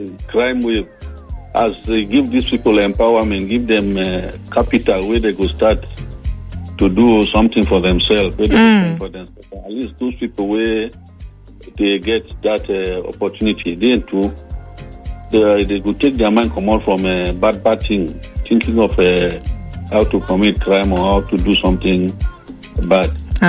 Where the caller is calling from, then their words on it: Sheka, Nigeria; I'm from Sheka. I'm calling from Sheka.